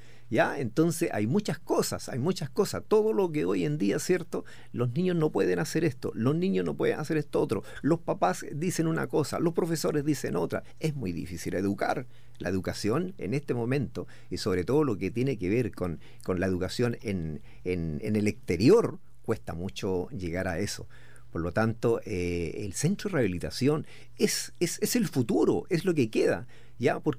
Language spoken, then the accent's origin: Spanish; Linares, Maule, Chile; Nosotros somos de Linares, de una ciudad linda, preciosa, ¿ya?, y que cada vez está quedando mejor.